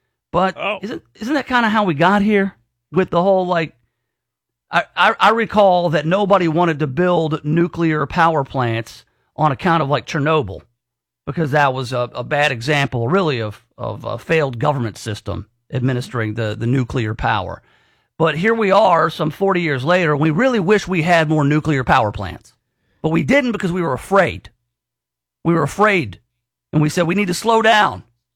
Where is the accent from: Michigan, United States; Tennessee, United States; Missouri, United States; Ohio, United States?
Tennessee, United States; Memphis; my hometown